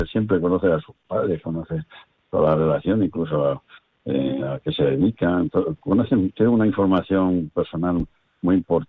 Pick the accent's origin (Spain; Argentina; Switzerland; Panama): Spain; Casatejada, Extremadura